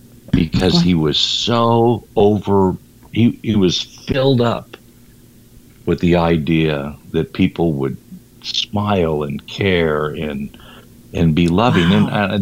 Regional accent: California, United States; So being born and raised in California

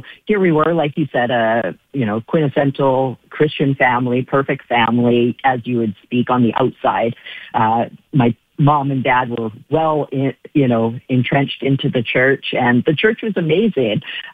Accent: British Columbia, Canada; I was born in 1980, and I grew up in Vancouver, BC, Canada, on an island about 2 hours from Vancouver, downtown Vancouver, BC.

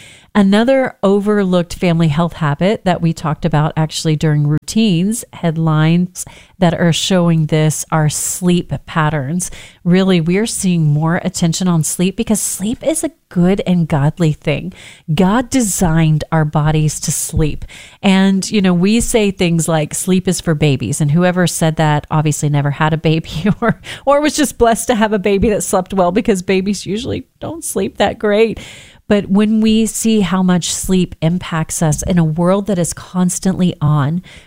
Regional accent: the South, United States; I'm from the South.

